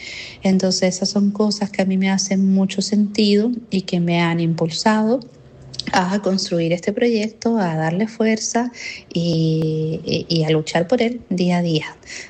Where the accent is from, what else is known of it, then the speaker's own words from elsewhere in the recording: Chile; moved away as an adult; now in Havana, Cuba; soy chilena, psicóloga transpersonal